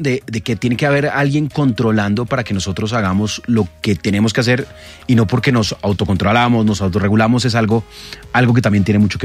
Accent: Colombia; como colombianos tenemos que hacer un cambio de mentalidad

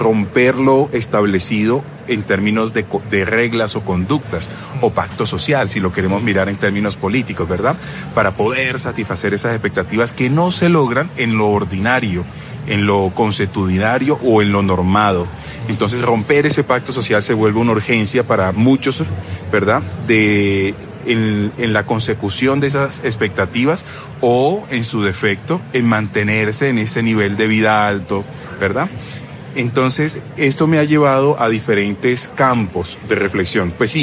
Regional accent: Barranquilla, Atlántico, Colombia; born there; Yo soy egresado del Colegio San José de Barranquilla y egresado de Filosofía de la Javeriana.

